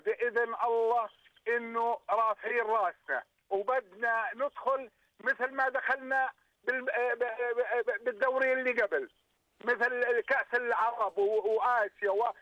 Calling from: Jordan

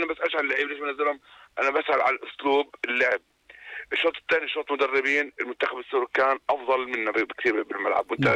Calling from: Jordan

